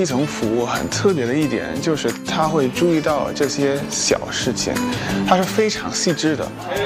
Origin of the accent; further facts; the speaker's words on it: Barbados; Chinese is a second language; moved away as an adult; now in Shenzhen, China; 我来自一个非常非常漂亮的地方，叫做巴巴多斯。我今年27岁，今年是我来到中国的第四个年头。前两年我在北京攻读硕士，2025年我来到深圳继续读博